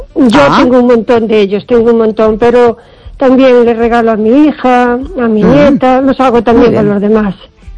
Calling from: O Carballiño, Galicia, Spain; de Carballiño.

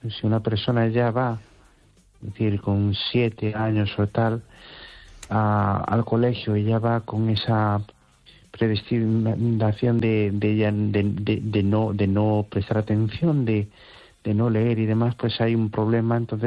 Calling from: Amoeiro, Galicia, Spain; de Amoiro.

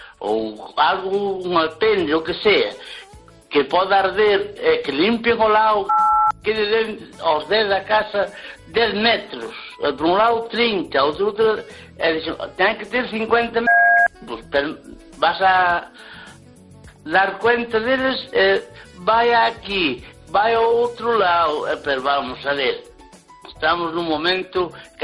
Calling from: Lugo, Galicia, Spain

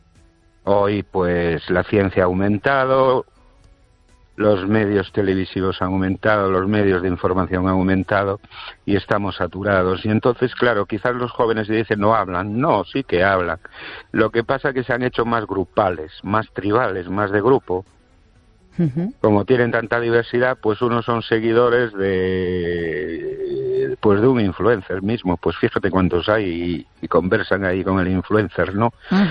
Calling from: Ourense, Galicia, Spain; de Orense.

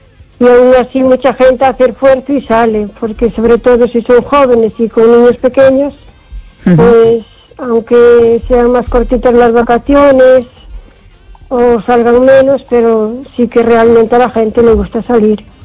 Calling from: O Carballiño, Galicia, Spain; de Carballiño.

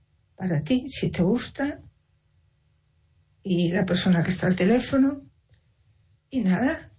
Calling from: A Coruña, Galicia, Spain; Hola, buenas tardes … de Coruña.

